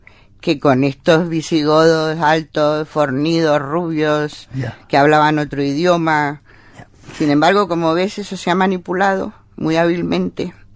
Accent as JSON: {"language": "Spanish", "country": "Spain", "said": "Sí, sí, yo ya viví todo el tiempo aquí. Soy española y también."}